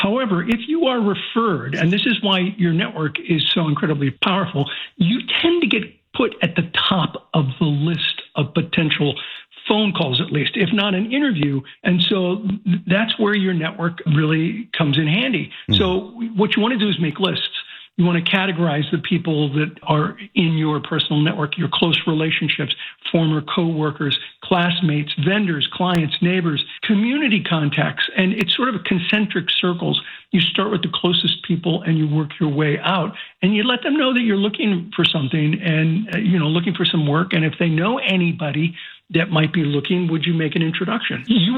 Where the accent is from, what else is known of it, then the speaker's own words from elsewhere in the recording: California, United States; moved away; I grew up in California.